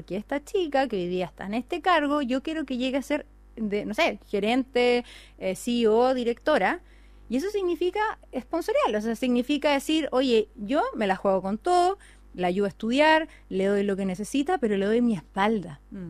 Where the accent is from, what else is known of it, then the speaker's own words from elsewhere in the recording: Concepción, Biobío, Chile; moved away as an adult; now in Santiago, Chile; yo la verdad que soy de Concepción